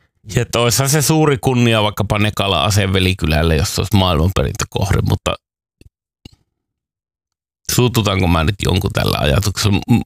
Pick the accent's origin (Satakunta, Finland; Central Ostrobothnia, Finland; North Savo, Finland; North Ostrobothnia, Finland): North Ostrobothnia, Finland; Raahe; Raahesta, josta mä oon kotoisin, niin se oli vähemmän.